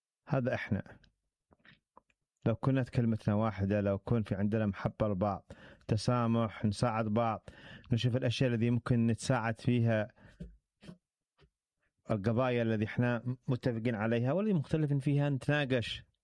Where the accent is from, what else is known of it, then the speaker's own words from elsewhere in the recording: Yemen; لا أعتقد إن في اليمن وصل الوضع بيننا كيمنيين للمستوى هذا.